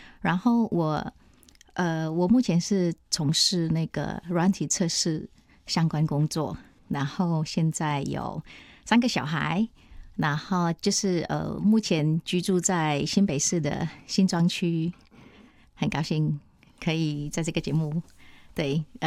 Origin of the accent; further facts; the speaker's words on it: Indonesia; now in Taiwan; 对，暂时离开，来到台湾，对，是整个一个政治动荡当中的一个情况下。对，离开我的家乡，对，印尼。